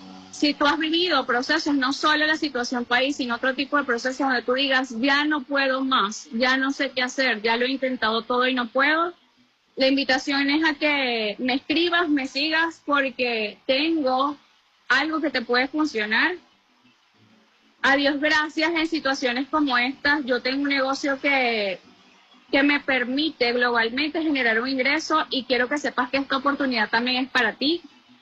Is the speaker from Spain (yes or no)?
no; Venezuela; porque así somos las venezolanas, somos mujeres aguerridas, echadas para adelante